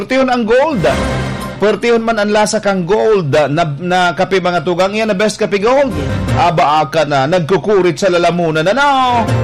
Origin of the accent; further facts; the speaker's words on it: Malinao, Bicol Region, Philippines; now in General Trias, Philippines; Pa-shoutout ako sa General Trias Navarro Cavite Subdivision po, pero mga taga Malinaw Albay ako. Pero taga Malinaw Albay ako.